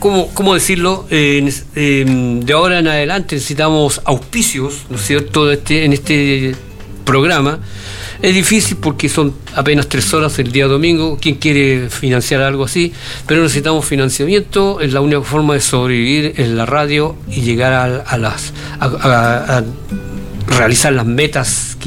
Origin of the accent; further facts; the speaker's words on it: Valparaíso, Chile; born there; Somos vecinos porque también nacimos en Playa Ancha.